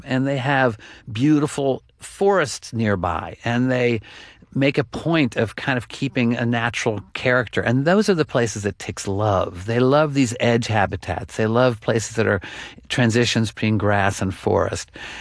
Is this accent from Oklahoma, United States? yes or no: yes; Oklahoma, United States; when I was growing up, I grew up in Oklahoma